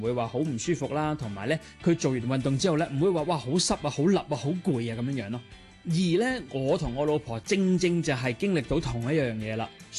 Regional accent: Hong Kong; now in Chengdu, China; 我哋广东人啊、香港人

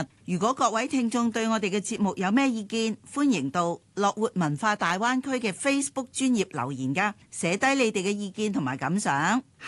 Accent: Hong Kong

